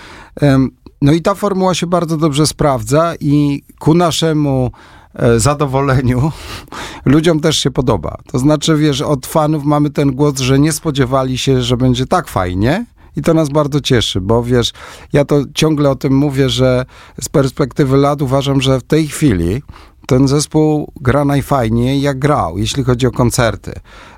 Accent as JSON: {"language": "Polish", "region": "Świętokrzyskie Voivodeship", "country": "Poland", "said": "My jesteśmy z Gór Świętokrzyskich. W tej chwili w zasadzie można powiedzieć, że to jest zespół właśnie taki krakowsko-świętokrzyski, bo nie wszyscy mieszkamy bezpośrednio w mieście Kielce."}